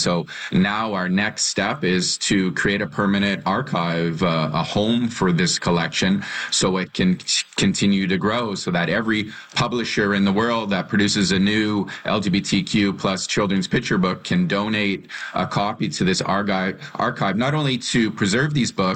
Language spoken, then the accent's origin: English; Alberta, Canada; when I was growing up in Alberta as a gay child